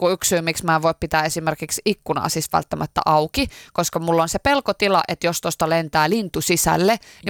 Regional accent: Helsinki, Uusimaa, Finland; lapsuudessa ollaan oltu niin Helsingissä

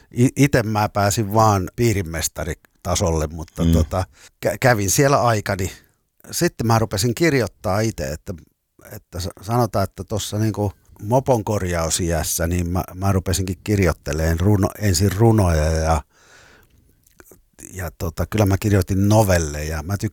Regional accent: Lapua, South Ostrobothnia, Finland; Mä oon kotoisin pienestä Ruhan kylästä, maalaiskylästä, Lapua ja Seinäjoen puolesta välistä.

